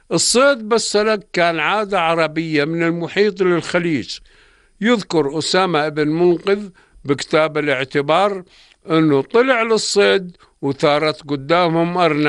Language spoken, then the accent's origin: Arabic; Jordan; عندنا بالأردن